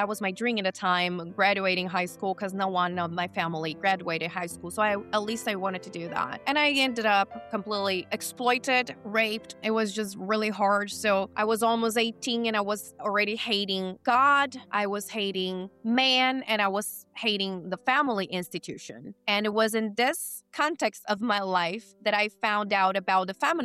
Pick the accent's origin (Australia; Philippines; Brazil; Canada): Brazil; São Paulo; moved away as an adult; now in United States; I am born and raised in Brazil. I've been living here in America for 2 years so far. I married a Texan. Howdy, everybody. And I was born in the countryside of São Paulo State in Brazil.